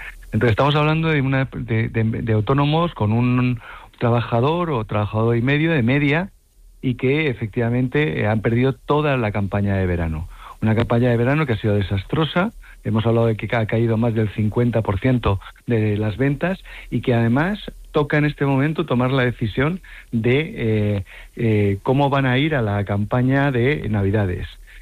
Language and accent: Spanish; Madrid, Community of Madrid, Spain; now in Ceuta, Spain; porque yo soy madrileño, yo conocí Ceuta cuando en el año 2001 y me quedé profundamente enamorado.